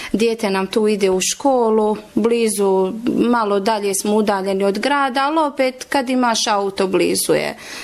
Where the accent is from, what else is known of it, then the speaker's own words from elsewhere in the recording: Travnik, Central Bosnia Canton, Bosnia & Herzegovina; Pa što se tiče Bajrama u mom kraju, isto tako većinom, samo kad se klanja Bajram namaz, mi žene, djevojke budemo kući